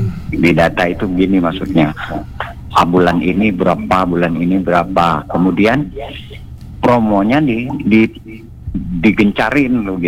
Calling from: Pangkal Pinang, Bangka Belitung Islands, Indonesia; saya orang Pangkal Pinang, jalan alamat saya juga jalan Semujur dulu ya

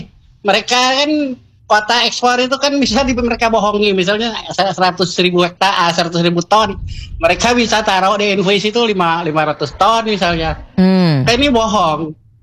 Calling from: Bangka Belitung Islands, Indonesia; seperti di desa saya ya, Desa Bululuk

